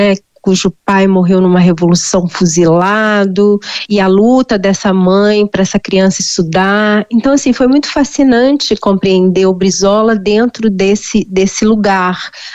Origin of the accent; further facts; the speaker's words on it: Minas Gerais, Brazil; eu sou mineira, né, eu não tenho relação nenhuma com o Rio Grande do Sul